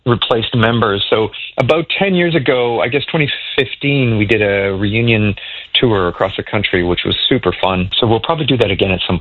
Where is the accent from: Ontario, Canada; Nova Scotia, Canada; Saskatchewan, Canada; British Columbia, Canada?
Saskatchewan, Canada; Regina; moved away; also born or lived in Moose Jaw; I was born in Moose Jaw, but pretty much grew up in Regina